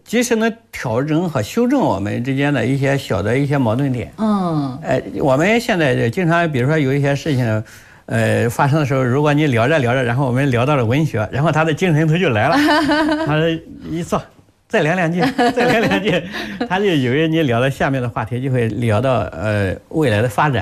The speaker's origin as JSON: {"language": "Chinese", "country": "China", "tie": "born or raised there", "moved": "yes", "said": "我老家的，我的村庄"}